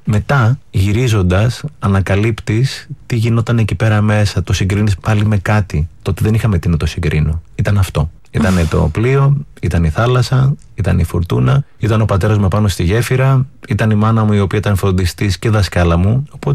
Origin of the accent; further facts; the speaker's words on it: Athens, Attica, Greece; moved away as an adult; Γεννήθηκα στην Αθήνα. Οι γονείς μου καταγόνται από Τυχείο. Μεγάλωσα στην Αθήνα.